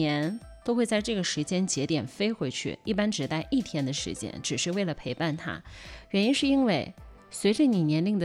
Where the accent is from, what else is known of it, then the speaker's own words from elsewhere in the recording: Kaifeng, Henan, China; moved away; 10点落地河南，然后开车回到我的老家开封。